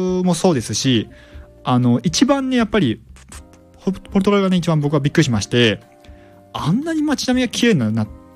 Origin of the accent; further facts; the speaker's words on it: Kansai, Japan; 僕はね、出身がまあね、まあ関西地域なんですけども